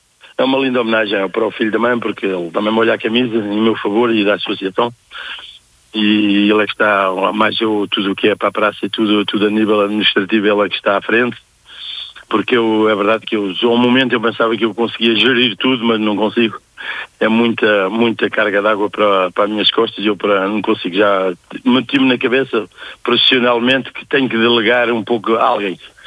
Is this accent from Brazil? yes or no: no; Mira, Centro, Portugal; born there; eu sou, nasci em Mira, em Seixo de Mira, Cabeças Verdes, mas nasci na Valeira, não sou, sou do centro, não sou minhoto nem transmontano, e não tenham nada em contra mim por eu não ser minhoto, porque eu sou de Aveiro